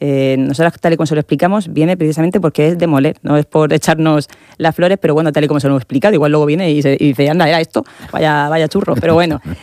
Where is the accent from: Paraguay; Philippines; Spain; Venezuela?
Spain; Region of Murcia; nosotros tenemos mucho que decir también como murcianas